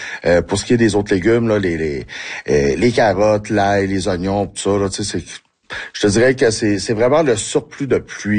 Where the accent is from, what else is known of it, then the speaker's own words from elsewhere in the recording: Sept-Îles, Quebec, Canada; quand j'étais jeune à Sept-Îles.